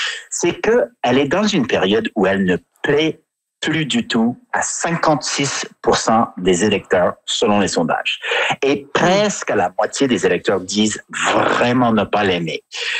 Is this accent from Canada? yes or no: yes; Quebec, Canada; Je me permets juste en conclusion sur l'Alberta en tant que Québécois